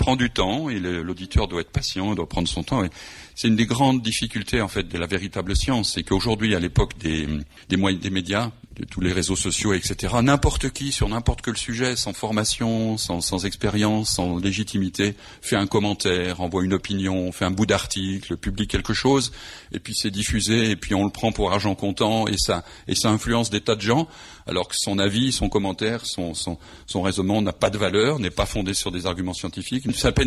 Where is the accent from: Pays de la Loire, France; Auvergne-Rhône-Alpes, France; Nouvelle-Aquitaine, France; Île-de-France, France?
Auvergne-Rhône-Alpes, France; Lyon; born or raised there